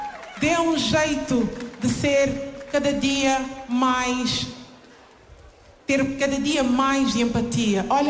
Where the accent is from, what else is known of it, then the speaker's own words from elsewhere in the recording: Guinea-Bissau; Venho da Guiné-Bissau, da terra de Bruno Candé, da terra dos